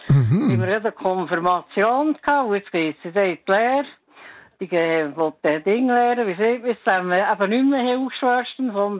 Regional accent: Bern, Switzerland; Ich bin ein richtiger Berner. Ich bin in Bern geboren, vor 73 Jahren.

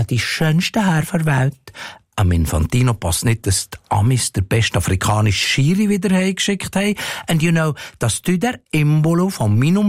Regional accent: Switzerland

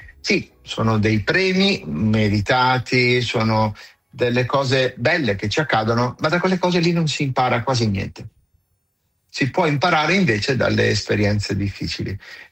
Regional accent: Lombardy, Italy; Oltretutto io ho origini bergamasche, dalle nostre parti si dice anche allo stesso modo molla mia.

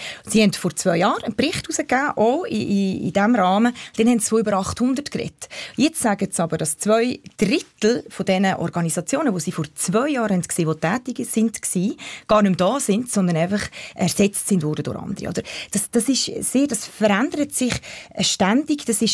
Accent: Switzerland; Wir als Schweizer

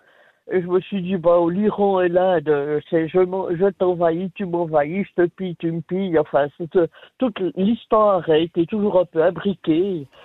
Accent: Neuchâtel, Switzerland; also born or lived in La Chaux-de-Fonds; Enfin, de la région de Neuchâtel.

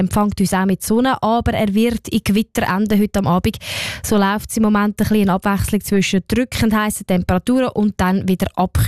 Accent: Lucerne, Switzerland; Ich sage es ungern als Luzernerin

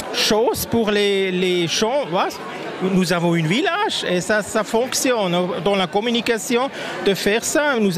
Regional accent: Basel, Basel-Stadt, Switzerland; je suis Jodler et je suis de Bâle

